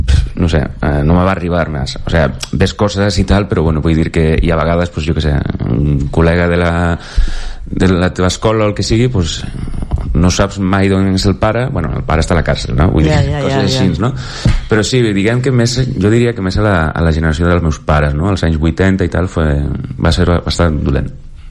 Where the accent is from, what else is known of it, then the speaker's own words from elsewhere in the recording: O Grove, Galicia, Spain; moved away as an adult; also born or lived in Santiago de Compostela / London; now in Barcelona, Spain; Jo soc d'un poble petit de costa que es diu Ogrove, a la província de Pontevedra. Som 10.000 habitants, més o menys. I està el que es diu les Ries Baixes.